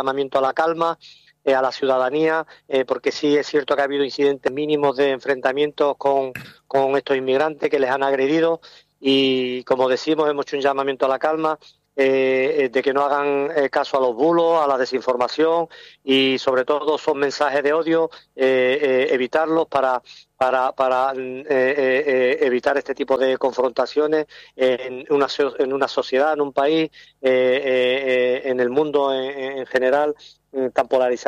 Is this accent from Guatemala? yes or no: no; Ceuta, Spain; Yo como ciudadano, yo soy de aquí de Ceuta